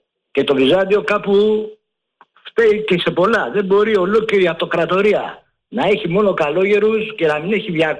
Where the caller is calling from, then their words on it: Athens, Attica, Greece; από Πατήσια.